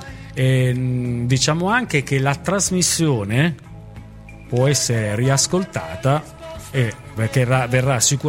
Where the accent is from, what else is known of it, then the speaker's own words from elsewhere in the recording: Calabria, Italy; io, essendo calabrese, ogni tanto vado.